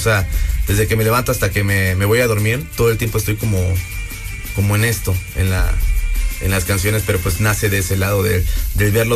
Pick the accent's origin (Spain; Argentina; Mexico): Mexico; Campeche; moved away as an adult